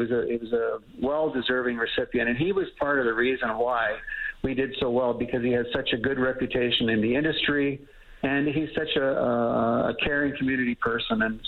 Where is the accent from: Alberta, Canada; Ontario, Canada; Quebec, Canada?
Alberta, Canada; Banff; I grew up in Alberta in a small town, Banff, Alberta, and I was like, any young kid growing up in the 60s